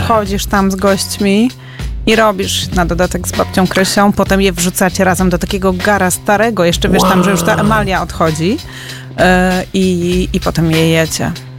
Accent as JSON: {"language": "Polish", "town": "Warsaw", "region": "Masovian Voivodeship", "country": "Poland", "tie": "born or raised there", "said": "dla mnie Warszawa nie jest tylko moją pracą, to jest moje życie. Ja jestem stąd od zawsze, stąd jest cała moja rodzina. Jak słyszę, że ktoś jedzie na święta gdzieś tam, wiesz, w inną część Polski, to ja najwyżej mogę pojechać w inną część Warszawy, bo ja mam wszystkich stąd"}